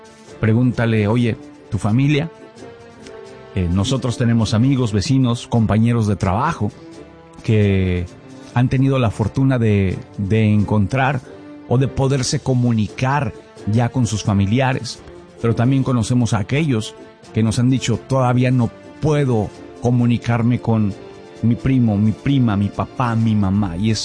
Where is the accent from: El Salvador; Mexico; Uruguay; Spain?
Mexico; now in United States; como un mexicano que se ha enfrentado a los grandes y tan terribles, devastadores terremotos que ha sido afectado México